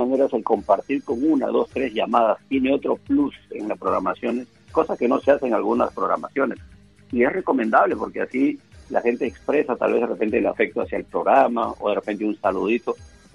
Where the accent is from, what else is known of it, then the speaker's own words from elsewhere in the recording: Brighton, Massachusetts, United States; yo soy de Brighton, pero me iba, por ejemplo, a Somerville, me iba a Revere, me iba a Chelsea